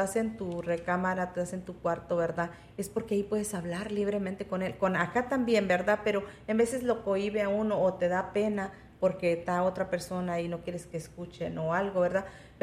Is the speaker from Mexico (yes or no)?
yes; Mexico; moved away; en el ejido de donde yo vengo, en México